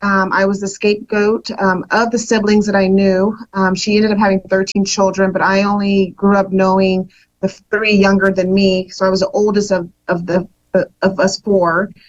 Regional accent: Colorado, United States; So I grew up in Colorado.

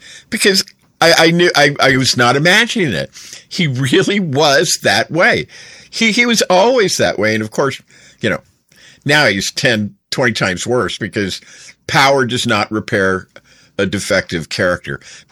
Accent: Northeast, United States; And I am from the Northeast, comparatively speaking.

